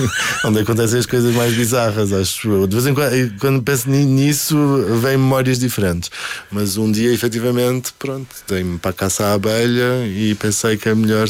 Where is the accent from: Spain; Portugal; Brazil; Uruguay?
Portugal; Ponta Delgada, Azores; Venho de Ponta Delgada do Ecce Homo, Ecce Homo, que é o Senhor Santo Cristo dos Milagres, onde há uma procissão anual, épica, que dura para aí 7 horas e que roda a cidade toda.